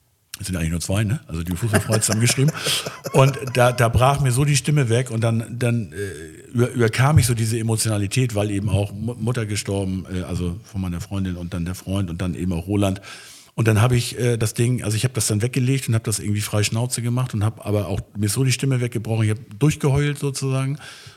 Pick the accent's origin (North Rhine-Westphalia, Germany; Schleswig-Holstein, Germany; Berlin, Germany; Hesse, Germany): Schleswig-Holstein, Germany; Schleswig; Also in Schleswig, ich komme ja aus Schleswig, bin geborener Schleswiger, da gibt es den Verein Schleswig 06.